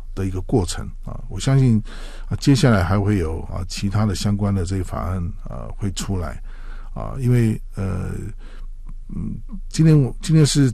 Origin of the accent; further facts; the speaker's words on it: Taiwan; 甚至包括我们台湾人啊